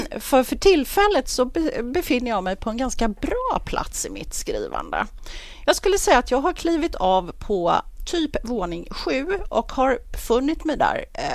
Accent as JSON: {"language": "Swedish", "town": "Åkersberga", "region": "Stockholm County", "country": "Sweden", "tie": "born or raised there", "said": "Jag är född och uppvuxen här i Åkersberga och sen drygt 20 år så bor jag i Margretelund."}